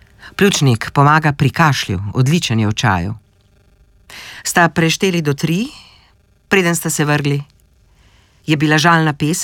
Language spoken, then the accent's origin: Slovenian; Jurovski Dol, Drava, Slovenia; now in Berlin, Germany; prevzela od svoje mame, je stala 1000 kilometrov južneje od mojega doma v Berlinu, v Jurovskem dolu, v mojem rojstnem kraju.